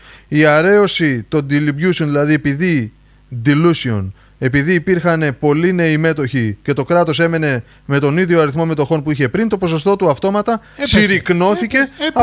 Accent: Greece; εμείς οι Έλληνες

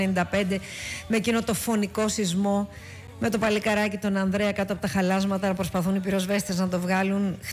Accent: Aigio, West Greece, Greece; για όσους είμαστε από το Αίγιο

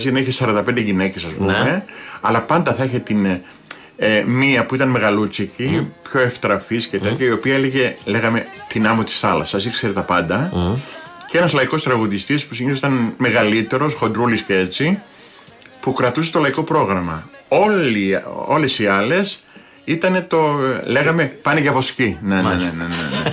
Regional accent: Nea Artaki, Central Greece, Greece; now in Marousi, Greece; Δηλαδή έχω σπίτι και στην Αρτάκη, στο χωριό μου, και στο Μαρούσι κομμένο. Πηγαίνω, έρχομαι.

